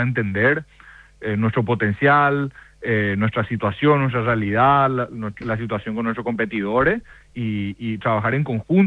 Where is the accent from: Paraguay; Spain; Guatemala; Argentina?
Paraguay